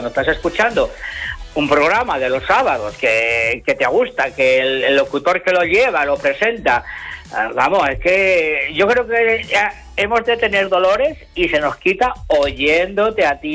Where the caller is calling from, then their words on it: Villoruela, Castile and León, Spain; Hola, muy buenos días, Jerry, desde Salamanca, Villoruela.